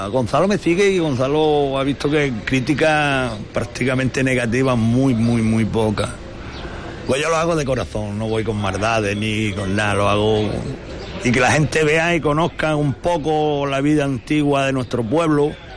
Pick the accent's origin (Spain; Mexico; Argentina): Spain; Lepe, Andalusia; born or raised there